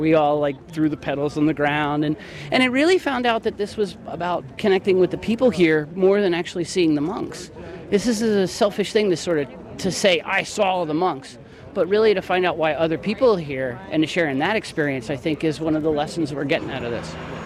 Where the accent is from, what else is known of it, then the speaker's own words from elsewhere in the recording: Martha's Vineyard, Massachusetts, United States; I'm from Martha's Vineyard, Massachusetts. I came down here starting on Friday last week